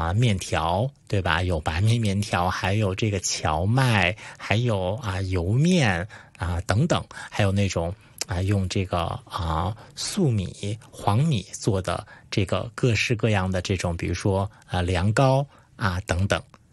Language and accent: Chinese; Xinzhou, Shanxi, China; also born or lived in Jiangxi / Beijing / Shanghai / United Kingdom; now in Melbourne, Australia; 我的家乡是山西，然后具体呢是在忻州啊，忻州市，它是这个山西北部的一个小城市吧。说是小城市，但是人口也很多。